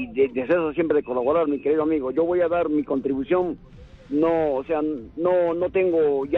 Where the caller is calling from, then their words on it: Arequipa, Peru; de Arequipa.